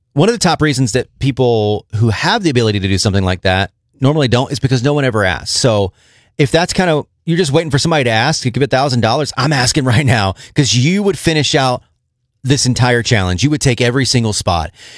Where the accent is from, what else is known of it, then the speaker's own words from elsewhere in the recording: Georgia, United States; I grew up in the South, Georgia